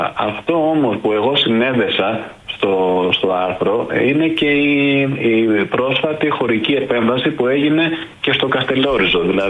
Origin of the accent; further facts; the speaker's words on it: Sparta, Peloponnese, Greece; δηλαδή εγώ μπορεί να ενδιαφέρομαι κατάγομαι από τη Σπάρτη.